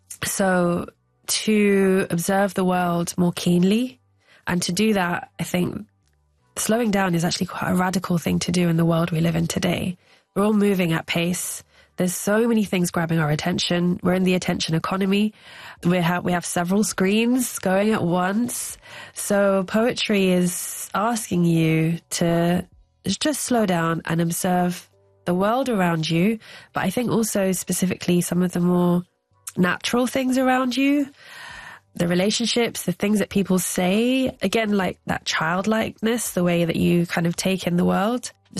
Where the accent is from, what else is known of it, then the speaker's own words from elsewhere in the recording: London, United Kingdom; I grew up, you know, as a Londoner.